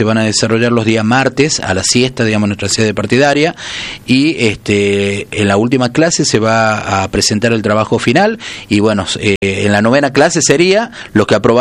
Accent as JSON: {"language": "Spanish", "country": "Argentina", "said": "como ciudadano, como sí, argentino"}